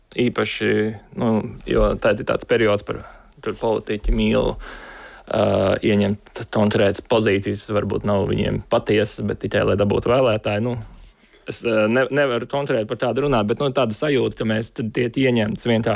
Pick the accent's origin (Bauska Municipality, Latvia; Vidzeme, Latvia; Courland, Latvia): Bauska Municipality, Latvia; Bauska; Jā, Bauskā ir. Nē, mana mamma ir sporta speciāliste. Man praktiski no 4 gadu vecuma ir bijis jābūt sportā.